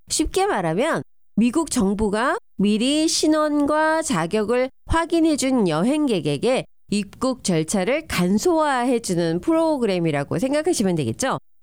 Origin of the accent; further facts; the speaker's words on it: Seoul, South Korea; born there; 코리아 그것도 이제 리퍼블릭 오브 코리아 그렇게 쓰고 한국에서 태어났으니까 스테이트는 서울이라고 써야 되는데